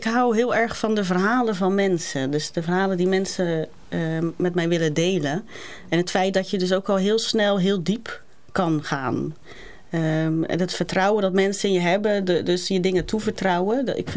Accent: Ridderkerk, South Holland, Netherlands; Grotendeels in Ridderkerk. Ja, ik ben vrij vaak verhuisd, maar grotendeels in Ridderkerk. En ik ben opgegroeid in de Gereformeerd Vrijgemaakte Kerk.

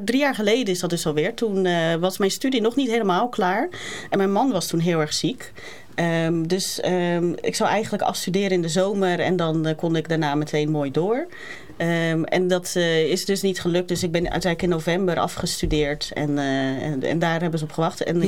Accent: Ridderkerk, South Holland, Netherlands; Grotendeels in Ridderkerk. Ja, ik ben vrij vaak verhuisd, maar grotendeels in Ridderkerk. En ik ben opgegroeid in de Gereformeerd Vrijgemaakte Kerk.

